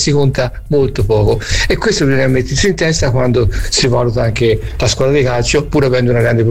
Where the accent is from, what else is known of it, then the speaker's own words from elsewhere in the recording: Tuscany, Italy; Noi toscani purtroppo, io sono toscano fino al midollo